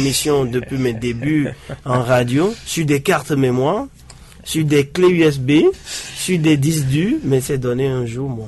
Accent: Benin; Mais moi, en tant que Béninois, avant de faire affaire avec vous

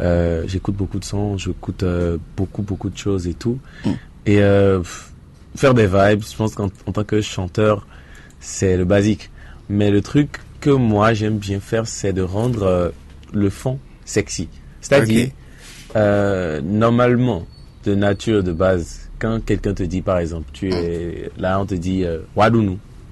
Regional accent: Benin; Donc, en tant que béninois, c'était très important pour moi de faire de l'afrobeat, de faire un son qui vient de chez moi.

